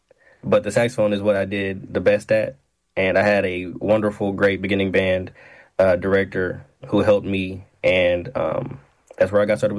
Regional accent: North Little Rock, Arkansas, United States; And now I'm back in my hometown of North Little Rock as a beginning band director for North Little Rock Middle School.

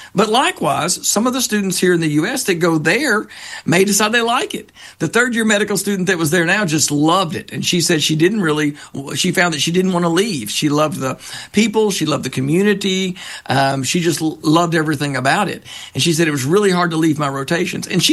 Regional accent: Arkansas, United States; as someone myself who grew up, was born and raised in Arkansas, I felt really at home there.

